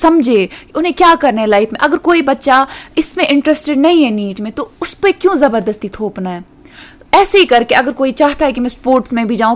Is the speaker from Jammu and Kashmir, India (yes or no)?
yes; Trehgam, Jammu and Kashmir, India; अगर मैं त्रहगाम से हूँ, त्रहगाम से पहले कुपवाड़ा तक मुझे 30 रुपीज लगते